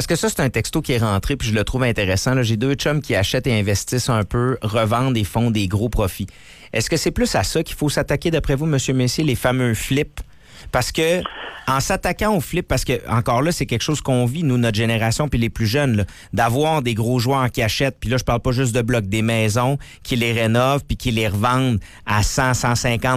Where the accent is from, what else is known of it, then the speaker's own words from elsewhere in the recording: Quebec City, Quebec, Canada; j'ai grandi dans Limoilou, j'habite encore Limoilou.